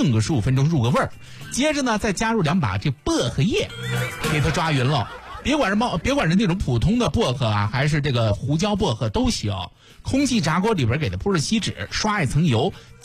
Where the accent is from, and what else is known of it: China